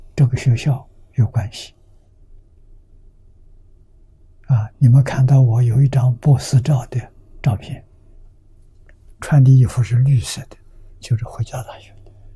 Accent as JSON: {"language": "Chinese", "country": "China", "said": "我们中国人"}